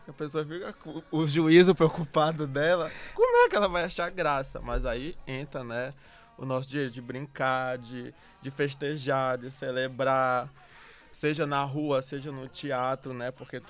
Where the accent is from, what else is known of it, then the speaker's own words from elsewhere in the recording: Belém, Pará, Brazil; E aí meus irmãos e eu nascemos aqui em Belém. Nasci e cresci em Belém, mas criado dentro de casa com a cultura da minha mãe, que ela sempre fez questão de manter o dialeto, a comida, tudo.